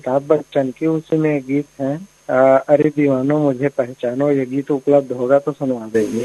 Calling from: Chhattisgarh, India; बिरवा बांधा से बोल रहे हैं

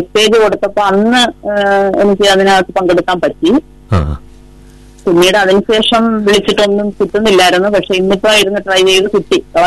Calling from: Kollam, Kerala, India; കൊല്ലം നല്ലില എന്ന് പറയും, കുണ്ടറക്കടുത്തുള്ള ഒരു

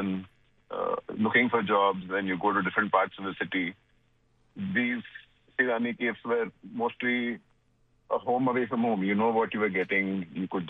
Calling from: Hyderabad, Telangana, India; I'm a journalist. I'm calling from Begumpet.

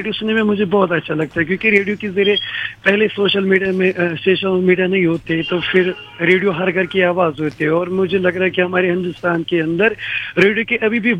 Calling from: Budgam district, Jammu and Kashmir, India; मैं कश्मीर से बात कर रहा हूँ, सेंट्रल कश्मीर से बात कर रहा हूँ, जिला बड़गाम में हमारा गांव पड़ता है।

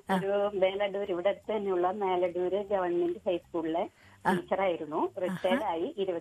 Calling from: Mala, Kerala, India; മാളയിൽ നിന്ന്.

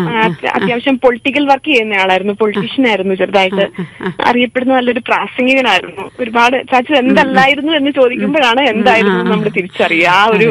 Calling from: Pariyaram, Kerala, India; ഞാൻ പരിയാരത്താണ് താമസിക്കുന്നത്.

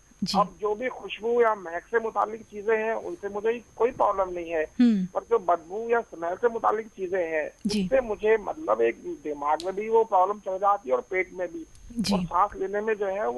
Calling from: Delhi, India; और मैं करमपुरा दिल्ली से ही बोल रहा हूँ।

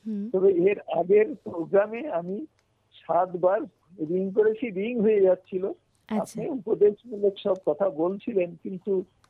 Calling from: Siliguri, West Bengal, India; আমি শিলিগুড়ি বাগাজোটিং পার্ক থেকে

